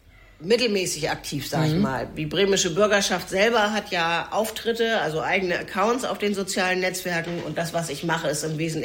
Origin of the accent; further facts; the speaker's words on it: Bremen, Germany; Ich komme aus Bremen, auch ganz ursprünglich.